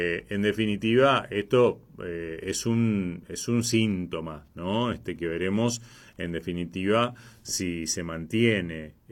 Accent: Argentina; nosotros somos los vecinos de Brasil

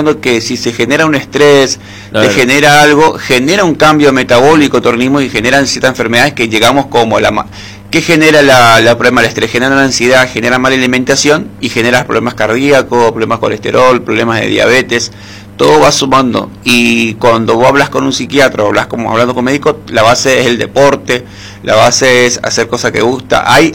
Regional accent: Posadas, Misiones, Argentina; moved away; yo soy de Posadas

